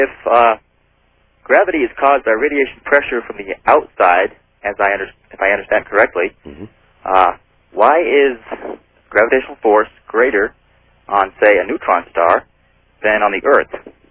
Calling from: Laramie, Wyoming, United States; from Laramie, Wyoming.

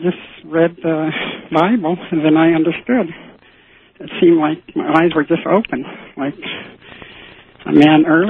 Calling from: Juneau, Alaska, United States; I'm calling from Juneau, Alaska.

